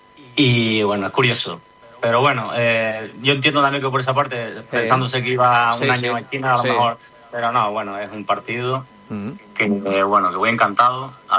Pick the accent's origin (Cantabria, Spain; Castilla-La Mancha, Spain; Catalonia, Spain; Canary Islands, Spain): Canary Islands, Spain; Arguineguín; now in Madrid, Spain; Ahora sí que estuve en verano en mi pueblo, en Arguineguí, entrené con el equipo, que está Juan Carlos Valerón ahí de entrenador, y luego aquí en Madrid, pues voy a jugar a veces con el Colmenar Viejo